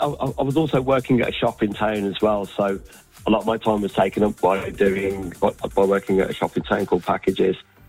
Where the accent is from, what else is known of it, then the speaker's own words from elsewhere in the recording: Birmingham, West Midlands, United Kingdom; moved away as an adult; now in Wolverhampton, United Kingdom; I'm from Birmingham originally. We moved to Wolverhampton about 6 years ago now.